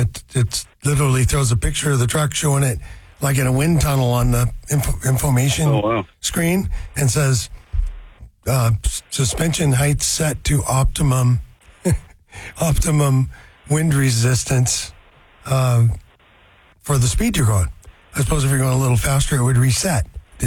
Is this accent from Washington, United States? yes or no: yes; Brewster, Washington, United States; from Eastern Washington over Brewster, running hydros over there.